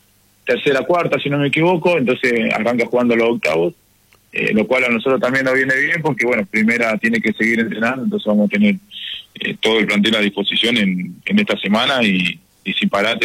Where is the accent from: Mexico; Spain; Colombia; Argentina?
Argentina; Sierra Grande, Río Negro; moved away; yo soy de Sierra Grande